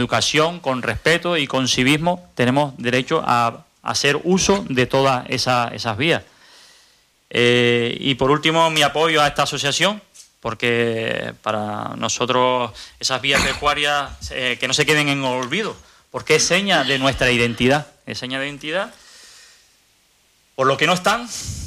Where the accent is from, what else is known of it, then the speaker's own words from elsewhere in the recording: Tenerife, Canary Islands, Spain; born there; vengo de Albarda